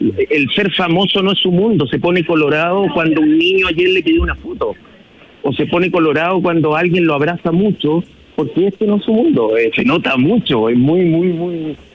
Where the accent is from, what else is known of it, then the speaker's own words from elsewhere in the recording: Chile; y yo le digo, soy chileno